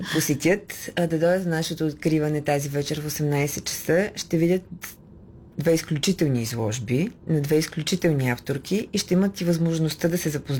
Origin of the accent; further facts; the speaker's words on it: Burgas, Burgas Province, Bulgaria; Аз съм бургазлийка